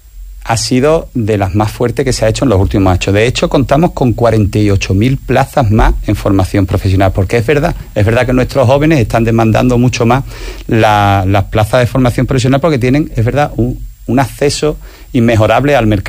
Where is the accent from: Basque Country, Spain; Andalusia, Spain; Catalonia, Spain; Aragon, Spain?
Andalusia, Spain; Zalamea la Real; yo soy de Zalamea, de la comarca de la Cuenca Minera, y yo sufro la Nacional 435 a diario